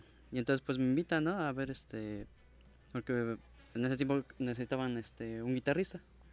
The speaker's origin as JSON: {"language": "Spanish", "region": "Mexico City", "country": "Mexico", "said": "Pues yo siempre he sido de la ciudad, soy chilango."}